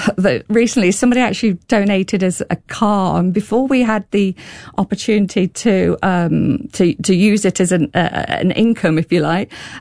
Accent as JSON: {"language": "English", "region": "England", "country": "United Kingdom", "moved": "yes", "lives_now": "New Zealand", "said": "I'm English"}